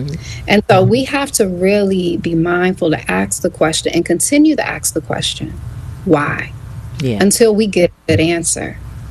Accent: Jackson, Mississippi, United States; You know, I'm a Mississippian. I'm from Mississippi. I live in Mississippi. Jackson is my home.

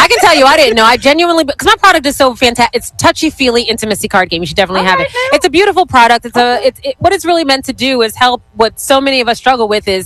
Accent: Philadelphia, Pennsylvania, United States; I'm born and raised in Philadelphia. My grandfather was a Philadelphia police officer.

